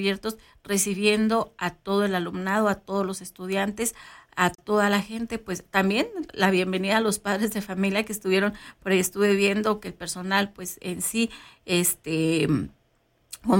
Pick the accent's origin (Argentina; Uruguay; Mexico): Mexico